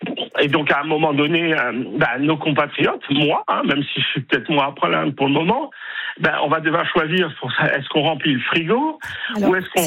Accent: Grand Est, France; Je suis alsacien, j'ai toujours pas digéré la fermeture de la centrale de Fessenheim.

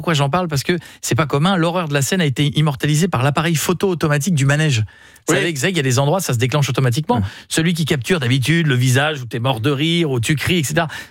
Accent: Hauts-de-France, France; Moi, j'ai grandi en Picardie

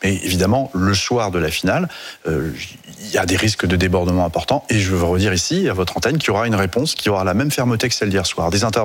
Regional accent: Centre-Val de Loire, France; Vous êtes sur une zone qui est un polygone militaire que je connais bien, puisque je suis originaire du département du Cher.

